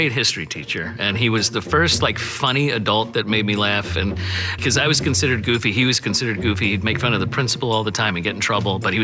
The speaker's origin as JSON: {"language": "English", "town": "Dallas", "region": "Texas", "country": "United States", "tie": "born or raised there", "also_born_or_lived": "Allentown, Pennsylvania", "moved": "yes", "lives_now": "New York, United States", "said": "I was born in Allentown, Pennsylvania. Grew up in Dallas, Texas. Been in New York for the past 2 decades."}